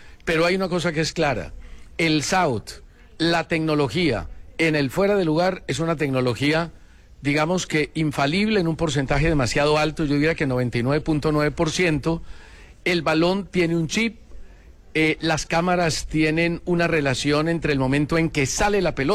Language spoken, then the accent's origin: Spanish; Colombia; a uno como colombiano le encantaría decir